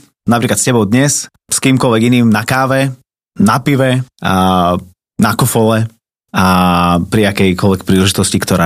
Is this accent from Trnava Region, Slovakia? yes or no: yes; Trnava, Trnava Region, Slovakia; Tak ja som z Trnavy a tam pochádzam asi takej úplne že klasickej trnavskej rodiny, katolíci od malička.